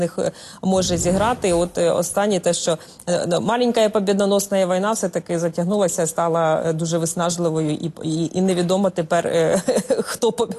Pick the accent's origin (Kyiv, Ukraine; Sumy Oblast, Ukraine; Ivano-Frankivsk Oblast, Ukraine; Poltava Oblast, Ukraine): Sumy Oblast, Ukraine; Sumy; в моїх рідних Сумах